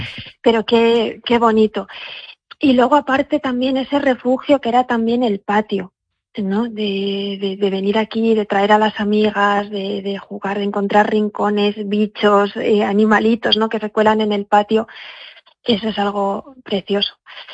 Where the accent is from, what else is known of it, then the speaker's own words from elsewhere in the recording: Baños de Río Tobía, La Rioja, Spain; born there; yo pasé parte de mi infancia viviendo en Baños de Río Tobía, aunque siempre he estado muy vinculada, ¿no? Aunque no hubiera vivido en Baños, pues cuando era muy pequeñita venía aquí los fines de semana, en verano